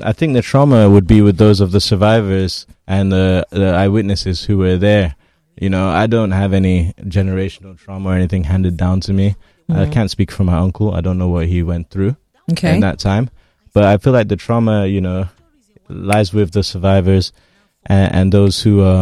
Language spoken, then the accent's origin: English; London, United Kingdom; also born or lived in United States; I mean, again, it's public knowledge. I grew up in London. I grew up in the US.